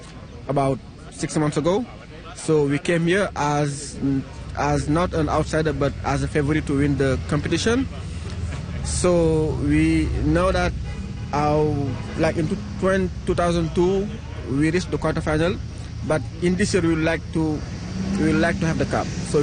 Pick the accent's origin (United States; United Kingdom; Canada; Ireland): Canada; Timmins, Ontario; I am from Timmins. I like soccer.